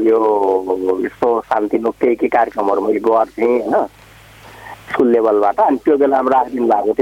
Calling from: Kavre, Bagmati, Nepal; काप्रीको रुसी गाउँपालिकाबाट जीवन सहयात्री।

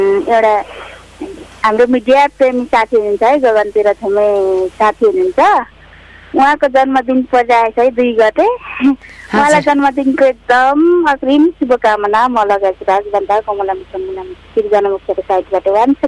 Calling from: Udayapur, Koshi Province, Nepal; उदयपुरबाट।

